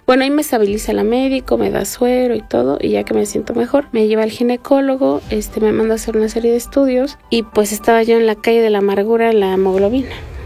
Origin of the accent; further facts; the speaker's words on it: Pachuca, Hidalgo, Mexico; soy de aquí de Pachuca y pues nos dedicamos a... Bueno, yo soy psicóloga, tengo 44 años.